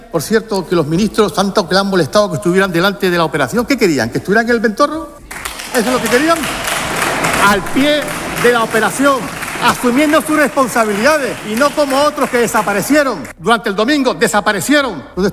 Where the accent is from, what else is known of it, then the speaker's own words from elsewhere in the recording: Canary Islands, Spain; Y me duele, como canario, que el presidente del gobierno de Canarias anuncie en una rueda de prensa que se niega a autorizar que un barco en esas condiciones entre a Canarias.